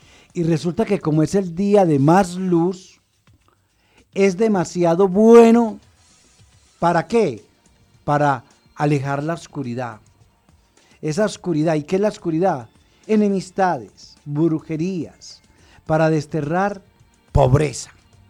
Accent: Antioquia, Colombia; somos antioqueños y tenemos unas montañas que no nos deja ver

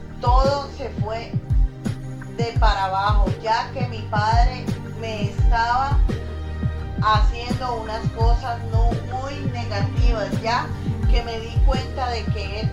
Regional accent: Sonsón, Antioquia, Colombia; soy de Sonsón

